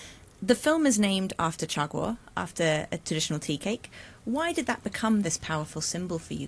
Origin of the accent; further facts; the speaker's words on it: Hong Kong; I grew up in Hong Kong, and watching your film, and I encourage everyone to watch your film, I just clutched my heart and said, yes, this is it. This is the Hong Kong that I think people don't realize is why Hong Kong is what it is.